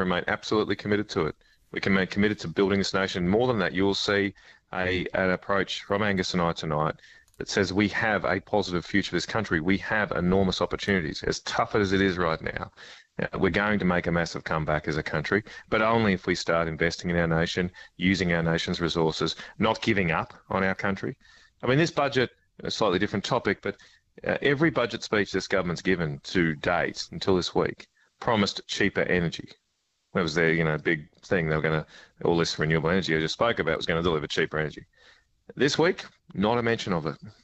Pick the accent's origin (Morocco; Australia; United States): Australia; Queensland; I'll tell you, you know, the New South Wales radio station, I'll say as a Queenslander, I'd never give up.